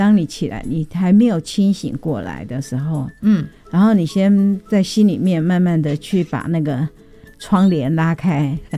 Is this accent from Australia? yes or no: no; Taiwan; 我们台湾话说做裸